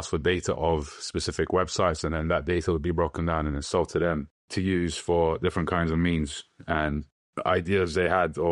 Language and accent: English; London, United Kingdom; I'm Turkish. I grew up in London.